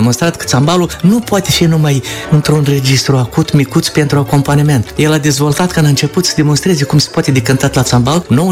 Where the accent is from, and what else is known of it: Moldova